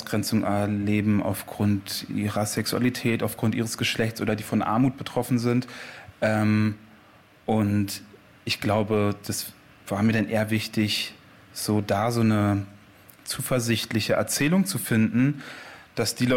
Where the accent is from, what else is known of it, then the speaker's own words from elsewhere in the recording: East Germany, Germany; genau wie ich halt den Osten und Deutschland als meine Heimat verinnerlicht habe